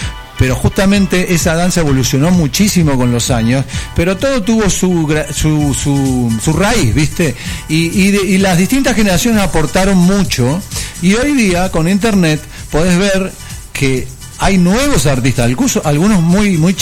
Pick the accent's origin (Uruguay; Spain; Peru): Uruguay; Las Piedras, Canelones; also born or lived in Brazil / Belgium; now in Argentina; yo me crié en Las Piedras, en Uruguay, y acá en Argentina, los dos lugares.